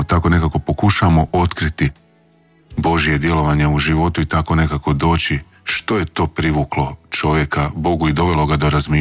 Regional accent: Dalmatia, Croatia; ja sam porijeklom iz Dalmacije

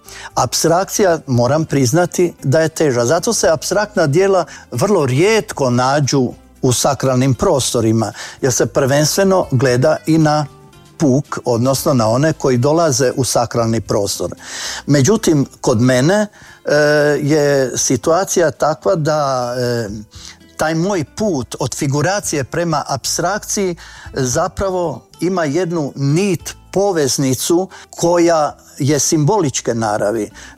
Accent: Novo Virje, Koprivnica-Križevci County, Croatia; Ja sam u Novom Virju, u mojem rodnom mjestu, naslikao prvu sliku Svetog Josipa

